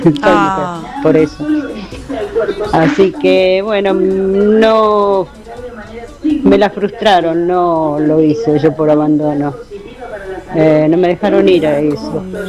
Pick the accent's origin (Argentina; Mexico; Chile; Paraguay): Argentina; Almafuerte, Córdoba; now in Roldán, Argentina; Yo también, cuando era chica, vivía en Córdoba.